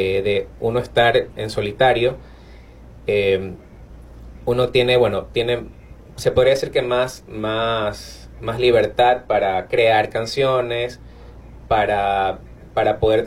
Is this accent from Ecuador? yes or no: yes; Vinces, Los Ríos, Ecuador; Como yo soy de Vinces, bueno, mi familia tiene una finca